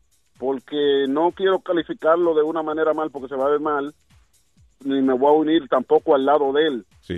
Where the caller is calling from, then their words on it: Dominican Republic; Yo como dominicano me siento mal